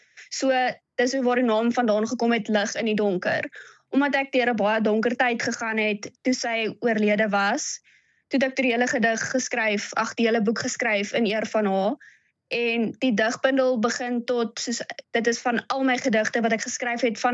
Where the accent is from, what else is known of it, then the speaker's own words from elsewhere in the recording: Middelburg, Eastern Cape, South Africa; also born or lived in Kimberley / Bloemfontein; now in Framesby, South Africa; Ag, ek was gebore in Kimberley. Toe bly ek vir baie lank in Middelburg Ooskaap. Toe was ek in hoërskool gewees in Sentraal Bloemfontein.